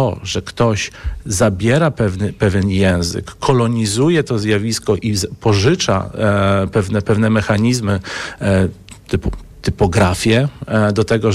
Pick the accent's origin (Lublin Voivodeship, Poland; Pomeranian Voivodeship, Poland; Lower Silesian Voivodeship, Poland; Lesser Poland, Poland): Lublin Voivodeship, Poland; Lublin; Pochodzę z Lublina.